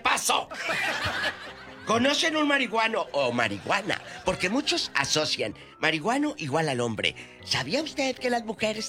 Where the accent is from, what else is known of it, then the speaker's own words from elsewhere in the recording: Matamoros, Tamaulipas, Mexico; Así, un saludo a mi tierra, mi Matamoros querido.